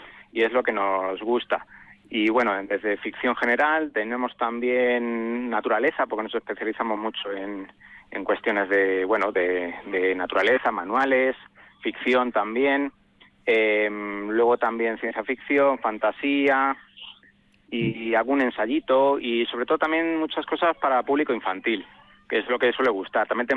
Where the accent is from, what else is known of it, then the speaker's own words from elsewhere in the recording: Villamayor de Santiago, Castilla-La Mancha, Spain; moved away as an adult; now in Bilbao, Spain; yo soy de Villamayor de Santiago, de la zona de La Mancha